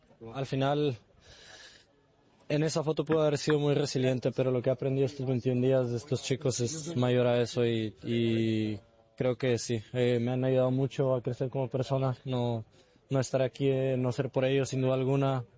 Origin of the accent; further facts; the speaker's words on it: Mexico; yo también nunca esperé ser amigo de un esloveno siendo mexicano